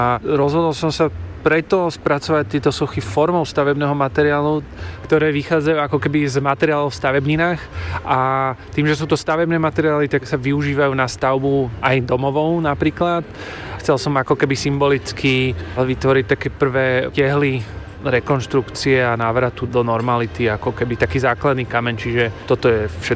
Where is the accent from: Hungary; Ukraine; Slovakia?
Ukraine; sám som spolavisel z Ukrajiny.